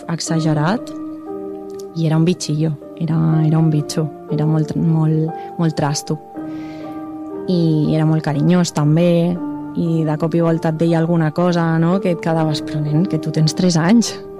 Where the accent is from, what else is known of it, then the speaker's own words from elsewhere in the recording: Catalonia, Spain; no tinc ningú a Barcelona, perquè tots som del Vallès